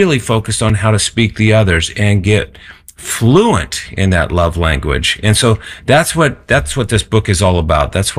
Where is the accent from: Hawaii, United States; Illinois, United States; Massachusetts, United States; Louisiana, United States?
Massachusetts, United States; Boston; I grew up in Boston, by the way, where we dropped our R's. I've corrected the way I speak